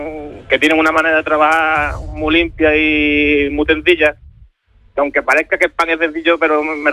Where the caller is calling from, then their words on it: Grazalema, Andalusia, Spain; Soy de Grazalema, pero llamo desde Ronda, de la panadería Becerra, que estoy aquí trabajando con mi jefe.